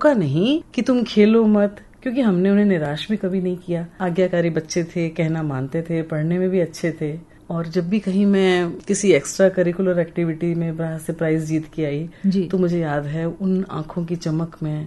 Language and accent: Hindi; Sangaria, Rajasthan, India; born there; मैं संगरिया में पैदा हुई थी